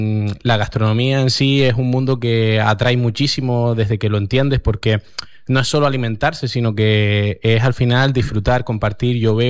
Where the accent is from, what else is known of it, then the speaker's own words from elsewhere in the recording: Lanzarote, Canary Islands, Spain; also born or lived in Madrid; yo soy de aquí, de Lanzarote, de toda la vida. Yo a los 18 años me fui a Madrid a estudiar, uh-huh, y estudié podología.